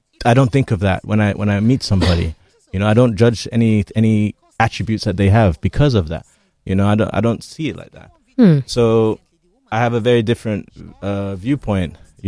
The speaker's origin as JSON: {"language": "English", "region": "London", "country": "United Kingdom", "tie": "born or raised there", "also_born_or_lived": "United States", "said": "I mean, again, it's public knowledge. I grew up in London. I grew up in the US."}